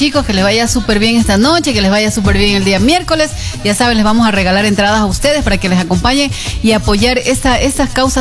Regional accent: Ecuador

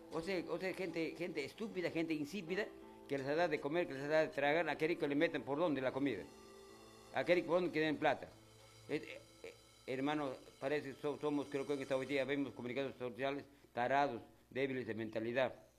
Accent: Peru; como ciudadano, como peruano en nuestra provincia de Parabatá.

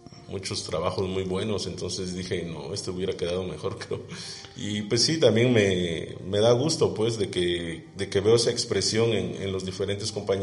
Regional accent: Oaxaca, Mexico; como jojeños o como oaxaqueños

